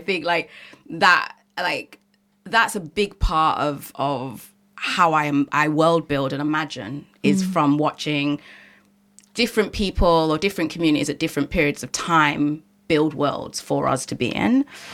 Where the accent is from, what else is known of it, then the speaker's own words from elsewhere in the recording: London, United Kingdom; I know I grew up at a time when London was extraordinarily segregated.